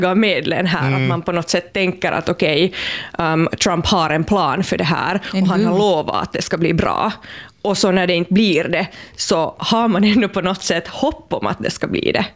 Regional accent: Finland; moved away as an adult; now in United States; hemma i Finland

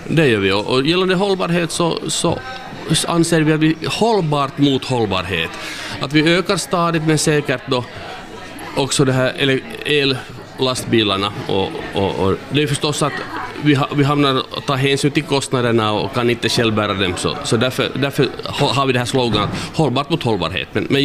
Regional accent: Kokkola, Central Ostrobothnia, Finland; moved away as an adult; now in Nykarleby, Finland; jag är uppväxt i Karleby och nära Karleby finns en plats som heter Öja, och där har jag tillbringat på en ö min barndom

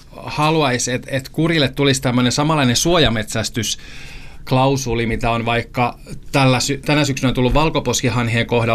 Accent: Satakunta, Finland; Me satakuntalaiset ollaan iloista ja tyytyväistä kansaa.

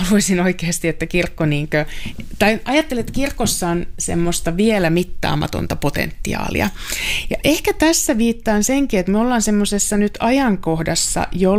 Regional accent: North Ostrobothnia, Finland; now in Helsinki, Finland

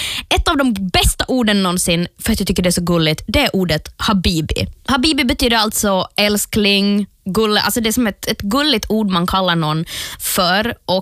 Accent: Jakobstad, Ostrobothnia, Finland; Dock har jag aldrig känt mig som att jag är så mycket från Jeppis som under den stunden.

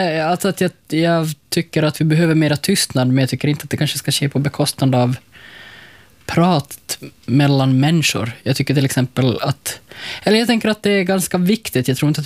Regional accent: Finland; Som finländare

